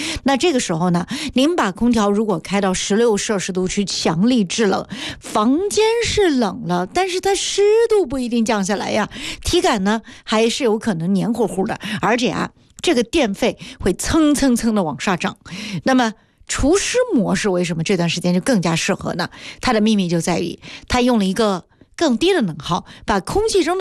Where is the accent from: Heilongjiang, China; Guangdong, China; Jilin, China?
Guangdong, China; 咱们广东人啊